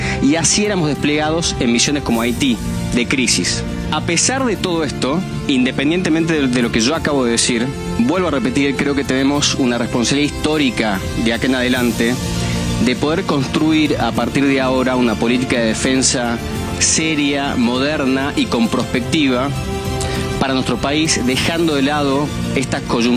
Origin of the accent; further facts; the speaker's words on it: Argentina; como un argentino que sirvió durante más de 10 años en las Fuerzas Armadas, puntualmente en el ejército argentino.